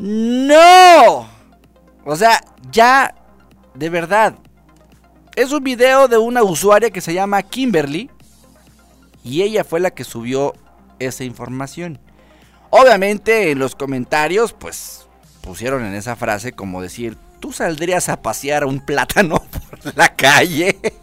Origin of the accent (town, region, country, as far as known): Mexico